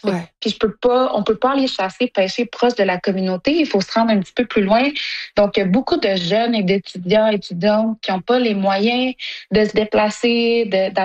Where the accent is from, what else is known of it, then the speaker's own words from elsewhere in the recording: Sept-Îles, Quebec, Canada; moved away as an adult; Ben, moi j'ai grandi à Sept-Îles parce que j'étais avec mon père. Puis ma mère est la ville de Iqaluit. Puis j'ai déménagé là quand j'avais 19 ans.